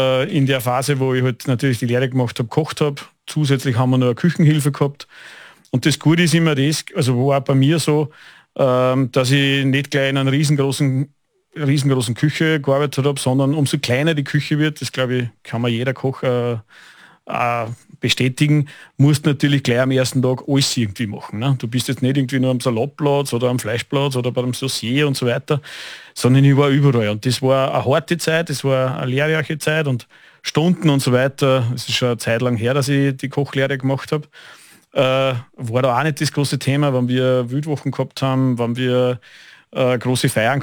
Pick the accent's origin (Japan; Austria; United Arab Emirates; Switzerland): Austria; Upper Austria; born there; bin ein gebürtiger Oberösterreicher